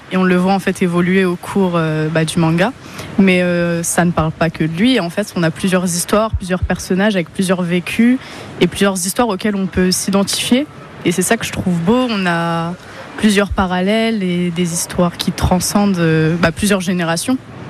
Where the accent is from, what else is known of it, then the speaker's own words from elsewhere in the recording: Tours, Centre-Val de Loire, France; je suis de Tours.